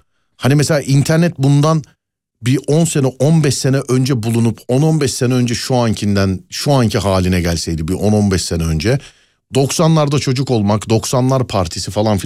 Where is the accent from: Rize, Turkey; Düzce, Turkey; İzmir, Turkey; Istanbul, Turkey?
Istanbul, Turkey; Selam, 82 doğumluyum. İstanbul Bakırköy'de doğuma büyüme çocukluğum geçti.